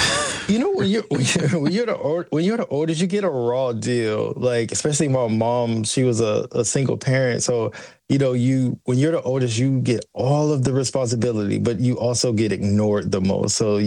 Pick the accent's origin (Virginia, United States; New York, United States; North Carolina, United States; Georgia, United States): Georgia, United States; So, you know, me and my friends, especially growing up in Georgia, like we have woods, a lot of woods everywhere.